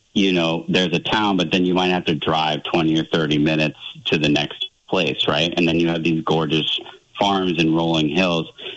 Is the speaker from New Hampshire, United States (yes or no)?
yes; New Hampshire, United States; also born or lived in Massachusetts; I grew up in New Hampshire and Massachusetts, and I always wanted to go take a vacation in Vermont